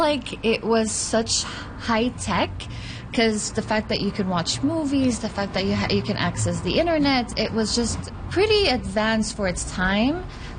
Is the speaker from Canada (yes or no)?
no; Yemen; English is a second language; I grew up in Yemen. So the first time I picked up a video game, I was 16, and it was a PSP.